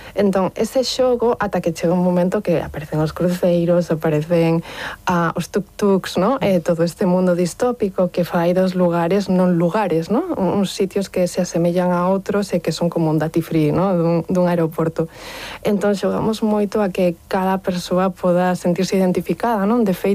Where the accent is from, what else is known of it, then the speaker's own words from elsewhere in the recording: Sanxenxo, Galicia, Spain; now in Barcelona, Spain; E ven porque eu son de Sanxenxo, que, como sabedes, é un pobo bastante turístico, e nací na Rúa Progreso. Entón, cando eu chego a Barcelona, múdome alí